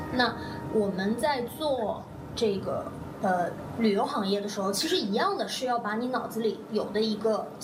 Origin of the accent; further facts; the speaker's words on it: China; 虽然我们中国人和外国人，我们是来自不同的文化背景，我们说不同的语言